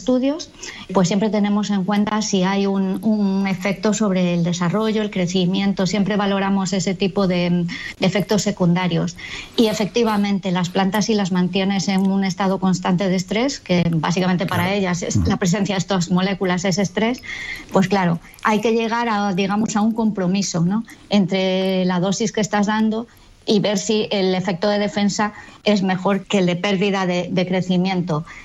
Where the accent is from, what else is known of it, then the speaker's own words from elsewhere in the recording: Galicia, Spain; Bueno, pues porque yo soy gallega